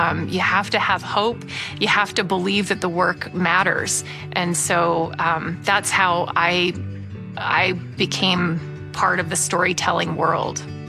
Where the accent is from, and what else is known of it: Bennington, Vermont, United States; born there; now in Phoenix, United States